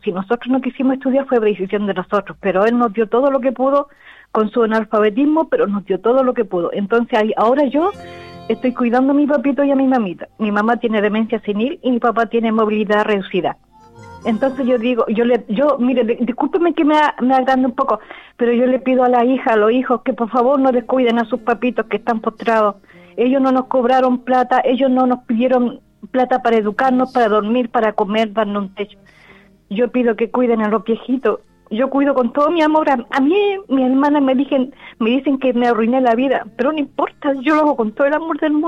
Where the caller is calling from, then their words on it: Curicó, Maule, Chile; De aquí, de Bombero Garrido.